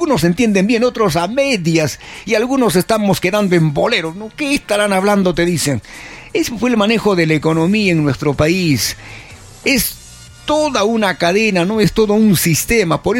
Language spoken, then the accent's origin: Spanish; Peru